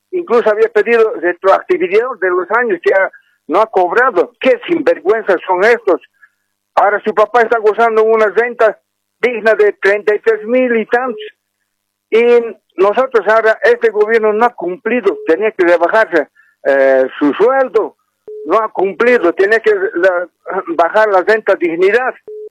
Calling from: La Paz, Bolivia; Les saludo con mucho cariño … de la ciudad de La Paz.

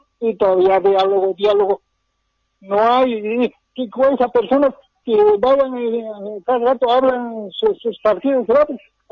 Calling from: Potosí, Bolivia; yo soy potosino

